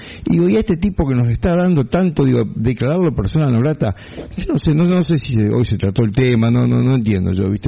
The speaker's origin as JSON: {"language": "Spanish", "town": "Punta Alta", "region": "Buenos Aires Province", "country": "Argentina", "tie": "born or raised there", "said": "hace 74 años nací en Punta Alta y acá me quiero morir"}